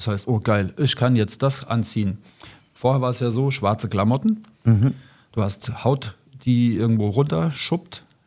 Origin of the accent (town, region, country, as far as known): Frankfurt, Hesse, Germany; born there